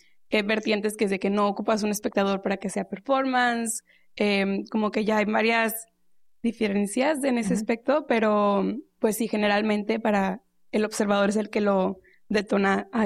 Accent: Mexico; yo como mexicana, ¿qué aporto con mi, claro, con mi lenguaje, con mi conocimiento, con sí, mis símbolos, con mis rituales, etcétera?

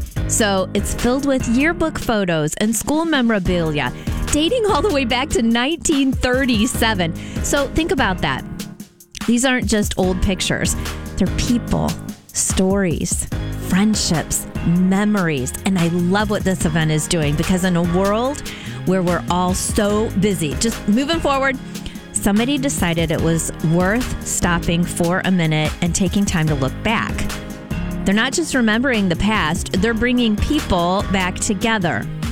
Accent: Metamora, Illinois, United States; growing up in Metamora Redbird

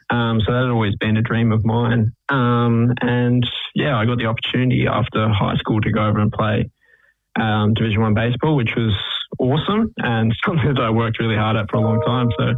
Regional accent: Geelong, Victoria, Australia; I grew up in Geelong, obviously, Geelong boy

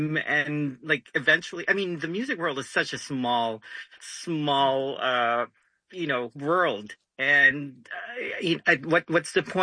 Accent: Philippines; moved away

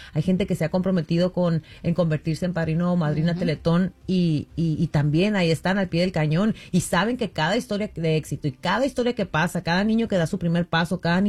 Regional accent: Mexico; now in Los Angeles, United States; desde que yo crecí, crecí en México

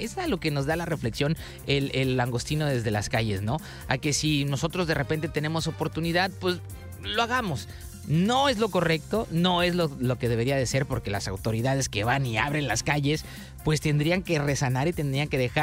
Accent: Mexico; así somos muchos mexicanos

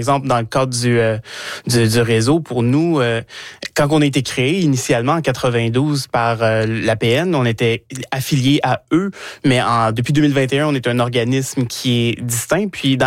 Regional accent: Odanak, Quebec, Canada; now in Gatineau, Canada; Je viens d'Odanak, dans le centre du Québec, mais ça fait déjà presque 10 ans que je reste dans la région aussi.

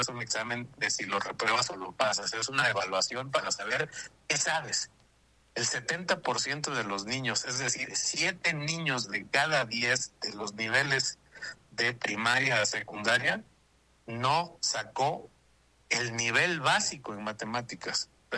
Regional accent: Mexico

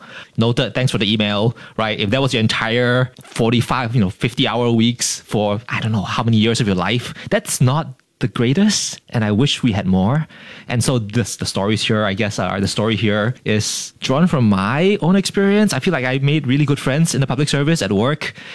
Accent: Singapore; We're Singaporean, and so we're not known for being the most like dramatic people.

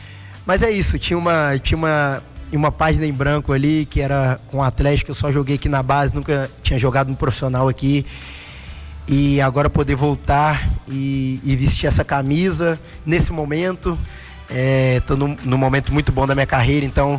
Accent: Belo Horizonte, Minas Gerais, Brazil; eu sou daqui de Belo Horizonte, estava aqui na base, realmente eu não queria sair

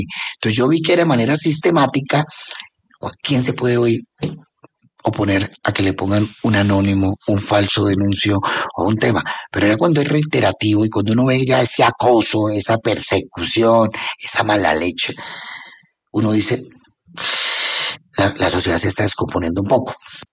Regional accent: Colombia; Yo también me pregunto eso como colombiano.

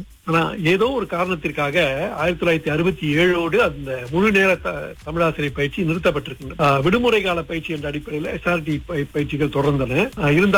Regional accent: Labis, Johor, Malaysia; நான் பிறந்து வளர்ந்தது படித்ததெல்லாம் ஜுகூர் மாநிலம் சாவில் உள்ள ஜுகூர் லாபிஸ் தோட்டம் பிரிவு 4. அதை வந்து எங்க ஊர்ல வந்து 12 கட்டைன்னு சொல்லுவோம்.

